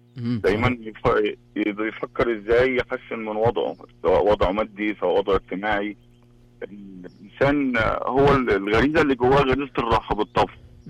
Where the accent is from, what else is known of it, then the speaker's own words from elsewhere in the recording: Egypt; now in Riyadh, Saudi Arabia; أنا من مصر.